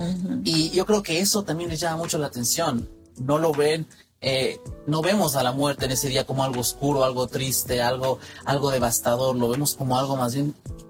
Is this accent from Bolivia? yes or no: yes; Bolivia; moved away; yo soy de Bolivia